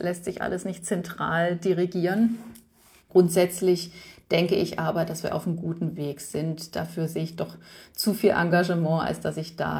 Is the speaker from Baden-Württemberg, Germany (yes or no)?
yes; Freiburg, Baden-Württemberg, Germany; ich komme ja aus Freiburg